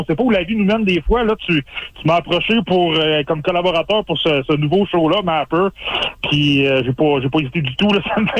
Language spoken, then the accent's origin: French; Port-Cartier, Quebec, Canada; je suis originaire de Port-Cartier sur la côte nord